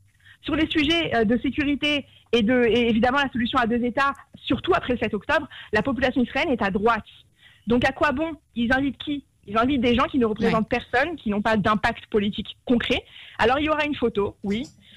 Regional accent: France; en tant que Française

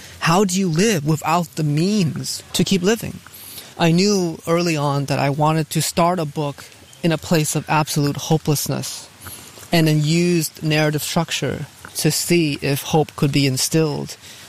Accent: Hartford, Connecticut, United States; You know, when I was a little boy growing up in Hartford, on Sunday we would go to the Baptist church

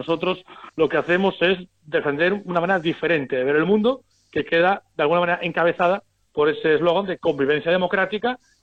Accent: Spain; reclamo que hay que tener generosidad como españoles con Ceuta, que es española, y nos lo tenemos que creer

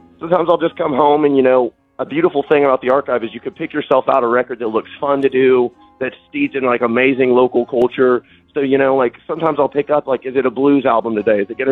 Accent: Cleveland, Ohio, United States; I grew up in the church, and some of the vinyl records I first did were actually from the churches I grew up in here in Cleveland.

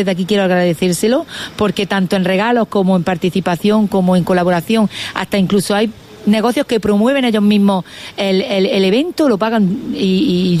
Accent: Ogíjares, Andalusia, Spain

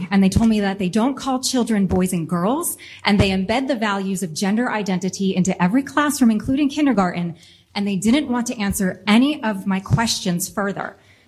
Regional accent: Rhode Island, United States; I am a mother from Rhode Island who was sued by the teachers union

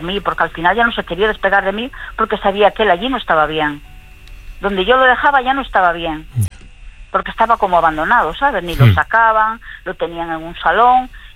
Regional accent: La Lanzada, Galicia, Spain

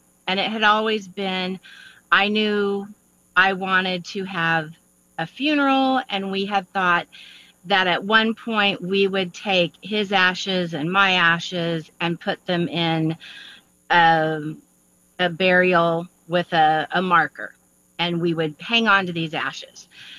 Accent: California, United States; now in Arkansas, United States; because I'm from California, but I live in Arkansas, so it's a long distance for family and friends to travel.

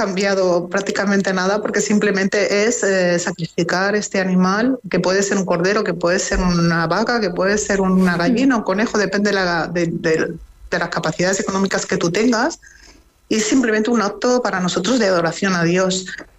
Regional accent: Mallorca, Balearic Islands, Spain; born there; yo soy española, sí. ¿No? Yo he nacido en Mallorca

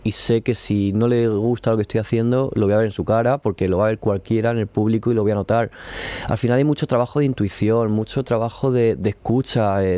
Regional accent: Region of Murcia, Spain; Murcia se habla en Madrid, yo cuando digo soy de Murcia dicen, wow, conocemos gente, se habla muy bien, quiero decir.

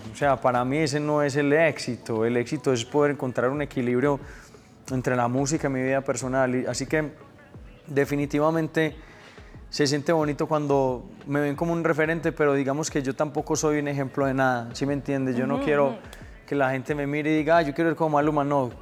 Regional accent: Medellín, Antioquia, Colombia; mi tierra, Medellín

